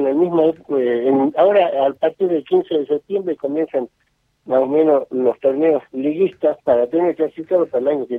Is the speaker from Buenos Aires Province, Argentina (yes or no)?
no; General Güemes, Salta, Argentina; yo como soy de Güemes